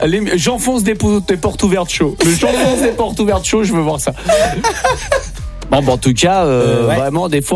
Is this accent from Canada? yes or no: no; Grenoble, Auvergne-Rhône-Alpes, France; Vous connaissez bien sûr mon attachement à cette ville, à la cuvette.